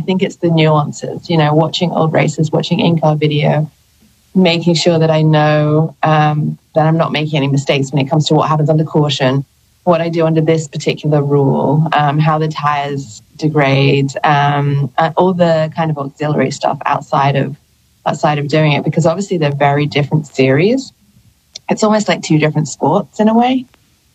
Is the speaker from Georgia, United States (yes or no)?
yes; Atlanta, Georgia, United States; Say hello to Atlanta for me. It's my hometown.